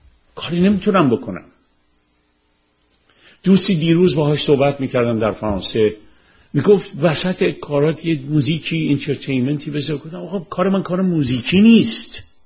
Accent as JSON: {"language": "Persian", "country": "Iran", "moved": "yes", "lives_now": "United States", "said": "این کار رو برای این میکنم که فکر میکنم بلایی که به سر من به عنوان یه جوان ایرانی اومد"}